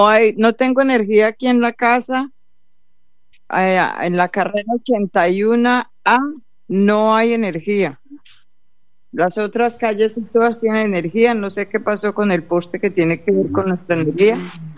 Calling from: Colombia

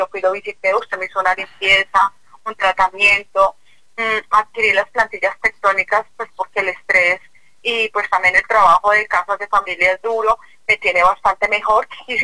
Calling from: Bogotá, Colombia; De Bosa, Brasil.

